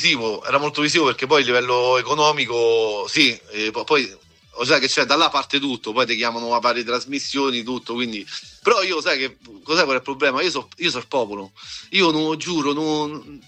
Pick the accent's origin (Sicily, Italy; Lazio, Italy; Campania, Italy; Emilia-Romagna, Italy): Lazio, Italy; Rome; Ciao Eleonora, vengo da Roma e mi piace molto il nome Eleonora